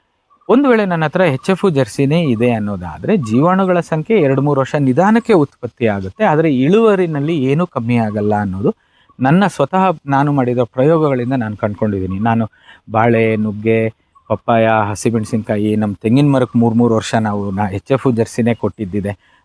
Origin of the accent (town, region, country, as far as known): Mysore, Karnataka, India; born or raised there